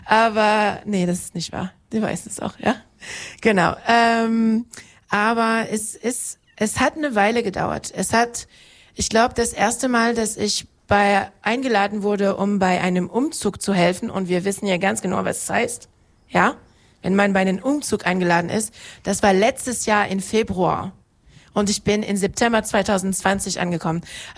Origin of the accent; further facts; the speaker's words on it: West Germany, Germany; now in Halberstadt, Germany; Ich bin halt Deutsche, meine Familie kommt aus dem Westen. Die haben auch geguckt, als ich gesagt habe, so, ich habe einen Job gefunden in Halberstadt, in Sachsen-Anhalt, und ich gehe dahin.